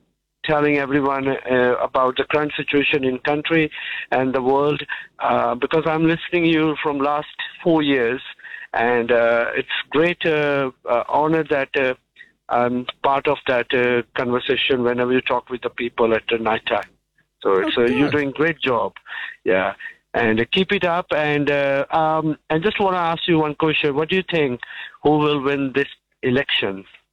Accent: Punjab, India; English is a second language; moved away; And I'm from born and brought up in Punjab.

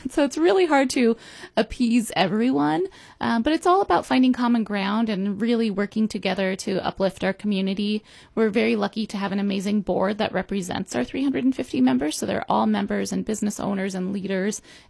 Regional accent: Penn Valley, California, United States; I grew up in Penn Valley, and Penn Valley had a youth chamber of commerce.

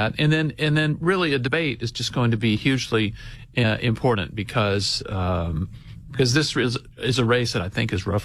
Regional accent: Alabama, United States; Yeah, and I hear, I'm from Alabama, but I hear there's a lot of football in Michigan, big stadiums.

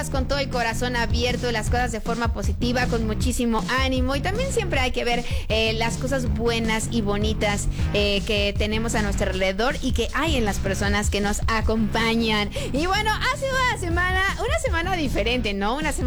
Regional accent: Mexico; somos los mexicanos

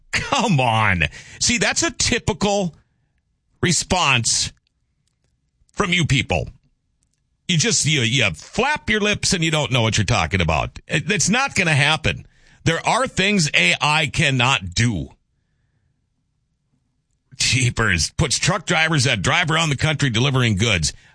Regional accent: Minnesota, United States; you know, I'm a Minnesotan. You guys, I think, all know that. You know what I think of my government in Minnesota.

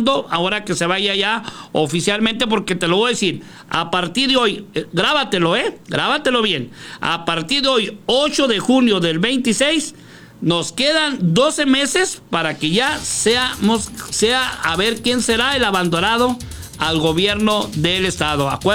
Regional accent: Mexico; que somos mexicanos, pero pues las cosas como son, las verdades como son, pero ya la quiero ver aquí en Ciudad Juárez.

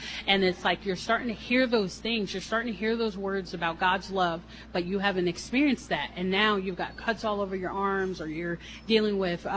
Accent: New Jersey, United States; I'm from New Jersey, and I'm now going on a 15-day backpacking trip because I came in the summer

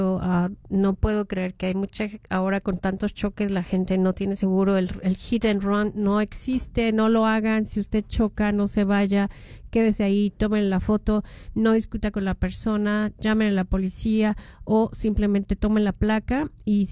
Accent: Mexico City, Mexico; now in United States

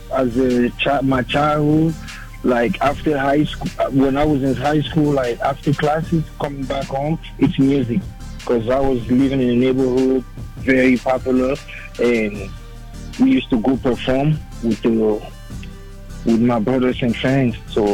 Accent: Cameroon; moved away as an adult; also born or lived in Maryland; now in Los Angeles, United States; Yeah, I'm originally from Cameroon, but my home state is Maryland when I moved in the U.S.

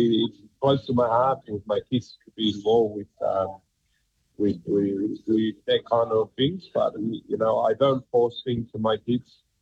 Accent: Tonga; English is a second language; me being a kid that born and raised in Tonga, I'm always keep my life very basic and very simple

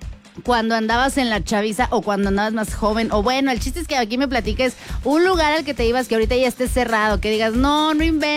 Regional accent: San Juan del Río, Querétaro, Mexico; No soy de Querétaro Capital como tal nacida, pero soy de San Juan del Río. Claro que soy queretana, plebes.

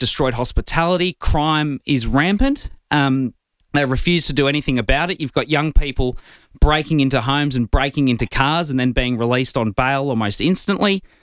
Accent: Victoria, Australia; Macedon Ranges.

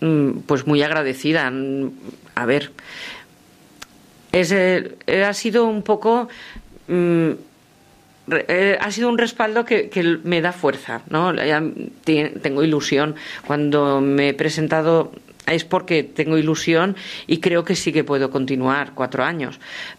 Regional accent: Valencia, Valencian Community, Spain; first language Spanish; Ya te digo que yo soy castellano parlante, aunque soy de Valencia, de la Comunidad Valenciana.

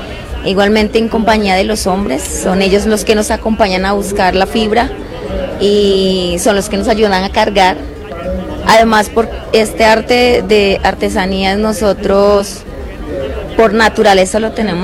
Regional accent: Nazaret, Amazonas, Colombia

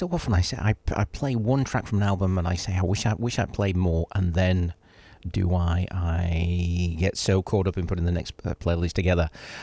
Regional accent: Huddersfield, Yorkshire and the Humber, United Kingdom; moved away; I'm from Huddersfield myself.

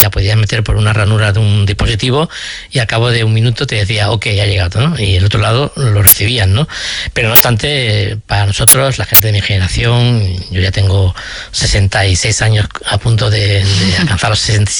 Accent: Córdoba, Andalusia, Spain; es mi ciudad natal, Córdoba, que es, como todo el mundo sabe, la ciudad del mundo con más lugares patrimonio de la humanidad.

